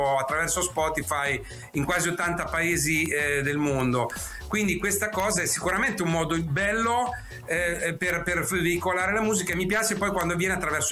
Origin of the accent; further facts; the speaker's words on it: Fano, Marche, Italy; io sono di Fano